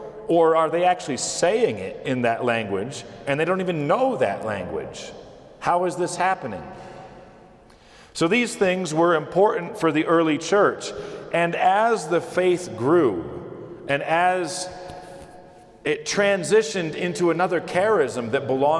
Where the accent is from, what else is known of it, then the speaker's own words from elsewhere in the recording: New York, United States; I'm a New Yorker.